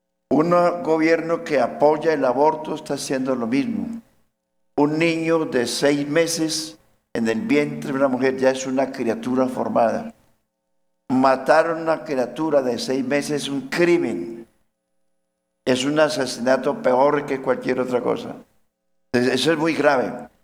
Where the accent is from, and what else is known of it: Colombia